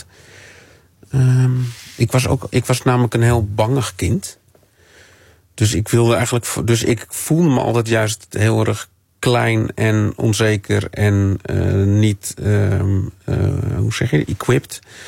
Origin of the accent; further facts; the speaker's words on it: Amsterdam, North Holland, Netherlands; Want ik ben opgegroeid in Amsterdam. Dus op een gegeven moment gingen we naar alle musea af.